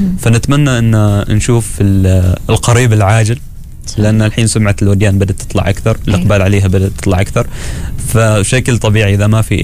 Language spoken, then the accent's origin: Arabic; Oman